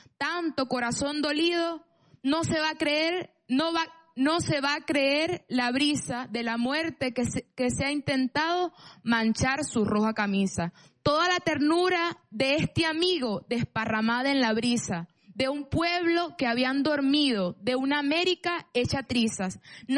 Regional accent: Monagas, Venezuela; lo que podíamos escuchar en un pueblito de donde yo vengo de Monagas

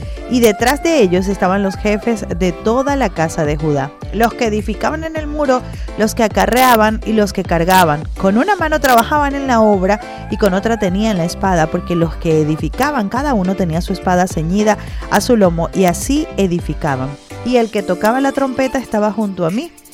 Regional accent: Venezuela

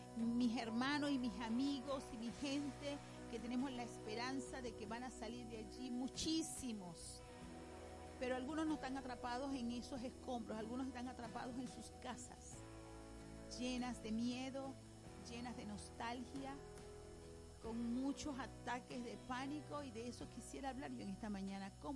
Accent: Venezuela; la situación que estamos pasando como venezolanos

